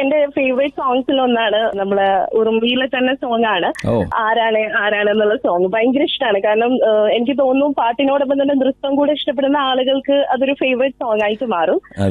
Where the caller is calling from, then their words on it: Kozhikode, Kerala, India; ഞാൻ കോഴിക്കോട് നിന്നാണ് സംസാരിക്കുന്നത്.